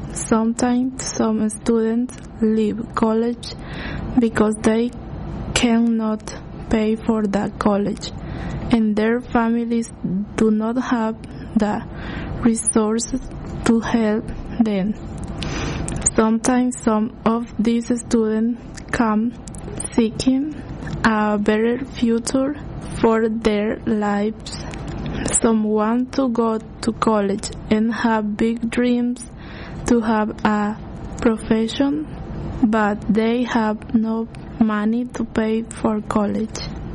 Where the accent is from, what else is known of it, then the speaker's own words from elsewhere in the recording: El Salvador; now in Massachusetts, United States; Tengo 18 años y soy de El Salvador.